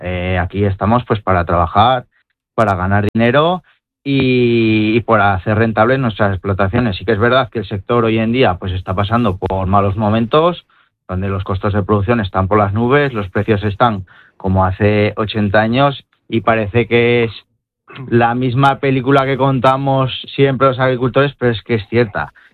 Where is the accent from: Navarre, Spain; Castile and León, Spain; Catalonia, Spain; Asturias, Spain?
Navarre, Spain; se han hecho concentración parcelaria en mi pueblo, regadas por el Canal de Navarra